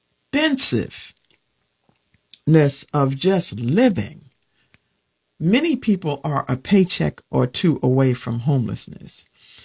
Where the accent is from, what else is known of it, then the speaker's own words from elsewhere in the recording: New York, United States; now in Mitchellville, Maryland, United States; I'm in Maryland, I'm in Mitchellville, Maryland. And when I say I'm from New York